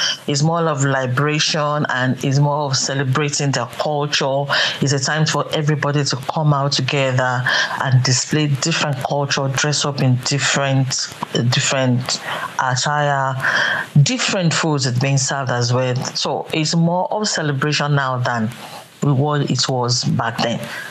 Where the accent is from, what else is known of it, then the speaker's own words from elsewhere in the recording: Nigeria; moved away as an adult; now in Ireland; I'm originally from Africa, precisely from Nigeria. I've been in Ireland for almost 25 years, so that is my root.